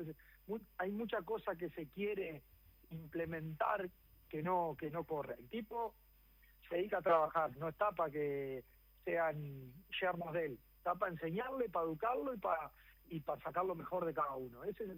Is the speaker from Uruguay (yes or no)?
yes; Uruguay; Los uruguayos somos así, ¿verdad?